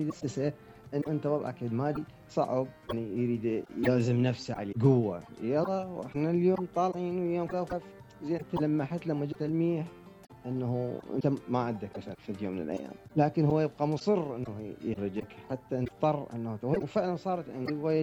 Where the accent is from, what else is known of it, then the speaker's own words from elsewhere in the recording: Iraq; moved away; انا كعراقي من طلعت من العراق رحت هناك تايوان،